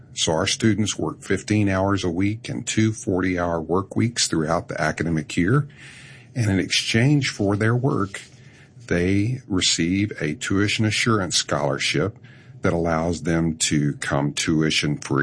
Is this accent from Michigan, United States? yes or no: no; Texas, United States; Well, I grew up in the Texas Panhandle on our family farm there